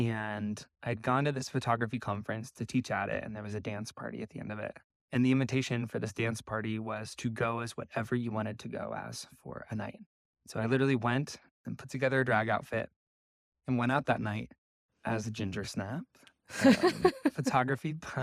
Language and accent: English; Nebraska, United States; born or raised there; moved away